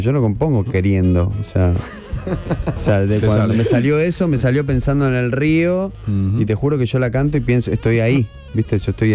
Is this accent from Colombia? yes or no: no; Buenos Aires, Argentina; now in Spain; es muy porteño, soy muy de Buenos Aires.